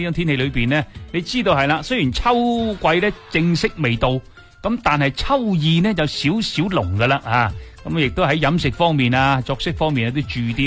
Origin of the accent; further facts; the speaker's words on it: Guangdong, China; 我哋广东人